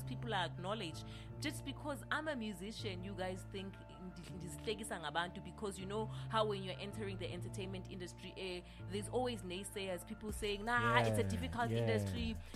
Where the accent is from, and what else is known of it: South Africa